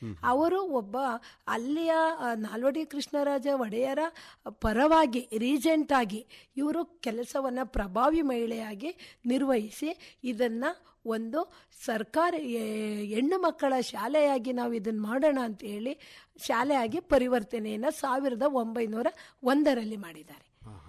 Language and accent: Kannada; K. Byrapura, Karnataka, India; also born or lived in Baguru hobli; 8ರಿಂದ ಇದೇ ನನ್ನ ಹುಟ್ಟೂರಾದಂಥ ಕೆ ಬೈರಾಪುರದಲ್ಲಿ 10ನೇ ತರಗತಿಯವರೆಗೆ ಮುಗಿಸಿ ನಂತರ ಅಲ್ಲೇ ಪಕ್ಕದಲ್ಲಿರ್ತಕ್ಕಂಥ ನಮ್ಮ ಕೆಂಬಾಳು ಎಂಬ ಊರಿನಲ್ಲಿ PUC ಮುಗಿಸ್ದೆ ಸರ್.